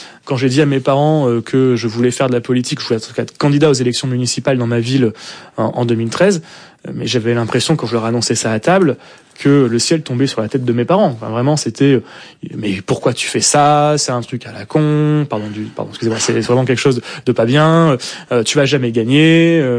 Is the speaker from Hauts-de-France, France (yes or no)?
yes; Marck, Hauts-de-France, France; Alors, je suis né à Grande-Synthe, hein, mais j'ai vécu 2 ou 3 jours à Grande-Synthe. Parce que mes parents habitaient et habitent toujours la ville de Marc en Calaisie, dont je suis maire.